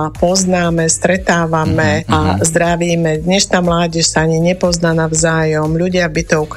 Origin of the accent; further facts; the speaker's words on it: Kežmarok, Prešov Region, Slovakia; vyrastala som v Kežmarku, bolo to nádherné, krásne detstvo